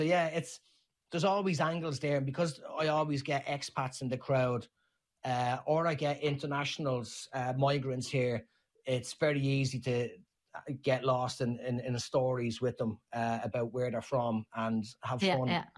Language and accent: English; Ireland; moved away as an adult; now in New Zealand